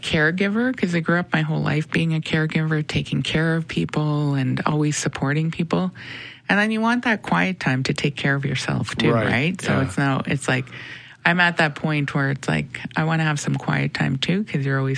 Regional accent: Winnipeg, Manitoba, Canada; I always knew I was Indigenous, you know, I always knew I was Métis. Growing up in the North End

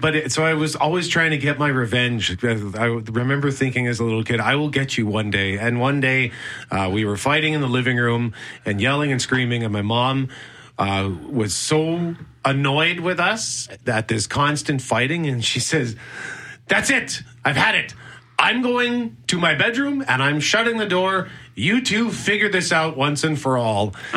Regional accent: Winnipeg, Manitoba, Canada; Yep, born and raised in Winnipeg. Grew up in Transcona. Lived there for the first 28 years of my life.

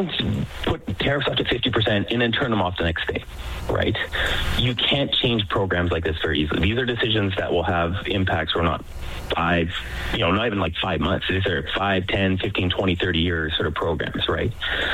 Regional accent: Canada; We, you know, as a Canadian, we need to be, you know, working on trying to deal with the trade war

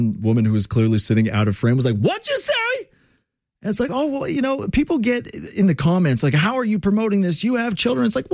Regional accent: Montreal, Quebec, Canada; Trust me, again, growing up in Montreal, you have to not like the Toronto Maple Leafs.

